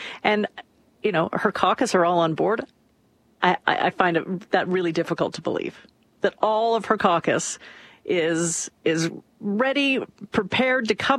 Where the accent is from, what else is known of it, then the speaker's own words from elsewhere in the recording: Canada; I'm from Canada.